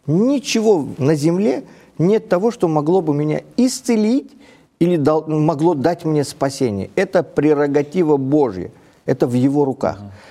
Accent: Uzbekistan; born or raised there

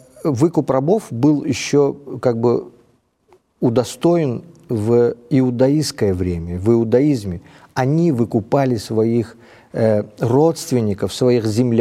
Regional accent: Uzbekistan; я сам уроженец азиатских стран, я сам уроженец Узбекистана, и я знаю, каков наш народ.

